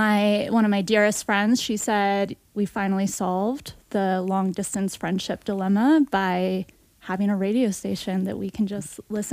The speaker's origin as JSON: {"language": "English", "town": "Los Angeles", "region": "California", "country": "United States", "tie": "born there", "moved": "yes", "said": "In my childhood and growing up, there was always these independent radio stations that I feel like were the touch points of different eras of my life. I had one in Los Angeles"}